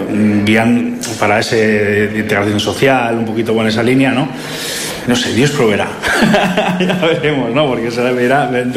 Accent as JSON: {"language": "Spanish", "region": "Basque Country", "country": "Spain", "tie": "born or raised there", "said": "Yo volveré a mi pueblo tranquilamente. Ya tengo ahí, estoy haciendo una casita en un pueblo aquí de Álava."}